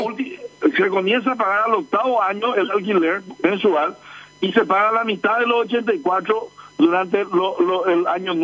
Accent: Paraguay; Me indigna como ciudadano paraguayo.

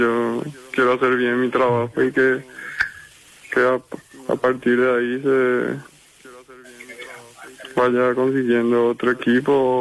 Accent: Villa Elisa, Central, Paraguay; Yo, Villa Elisa.

